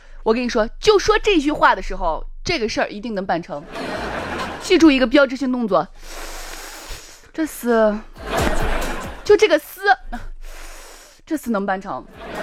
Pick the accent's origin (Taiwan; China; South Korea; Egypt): China; Shaanxi; 咱们陕西人